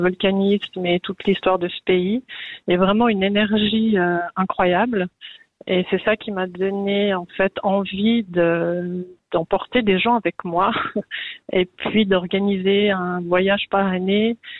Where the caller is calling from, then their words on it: Switzerland; Je suis de retour en Suisse.